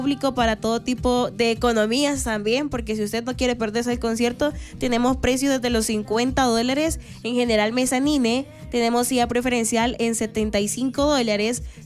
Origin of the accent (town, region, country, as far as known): El Salvador